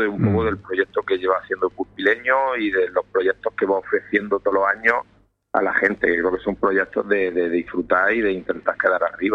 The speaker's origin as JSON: {"language": "Spanish", "town": "Huércal-Overa", "region": "Andalusia", "country": "Spain", "said": "yo soy de Huesca Lovera."}